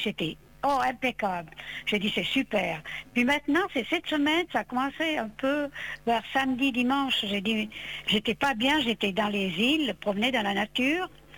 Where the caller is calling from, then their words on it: Valais, Switzerland; Je suis en Valais, près de Sion.